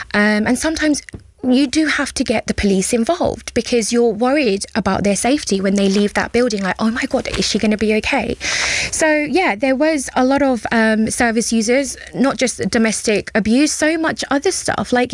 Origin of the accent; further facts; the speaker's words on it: United Kingdom; I'm not always going to go Bangladesh. I am British and I live here.